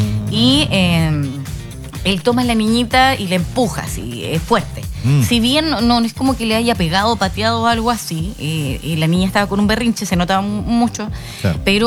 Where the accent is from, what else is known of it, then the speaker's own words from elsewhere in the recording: Chile; Dejando mal a Chile por allá y con insultos racistas, pues sí, somos chilenos, pues, o sea, no sé.